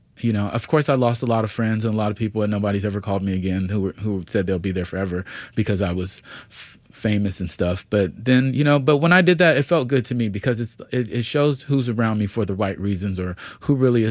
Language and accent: English; Atlanta, Georgia, United States; I'm from Atlanta, Georgia.